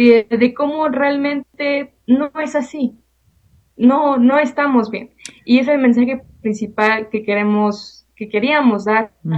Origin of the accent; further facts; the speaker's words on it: Coalcomán, Michoacán, Mexico; yo vengo del municipio de Cualcomán. Cuando pasó lo de Nemesio Oceguera, olvidaron a mi municipio, y no solamente a mi municipio, a varios municipios del estado.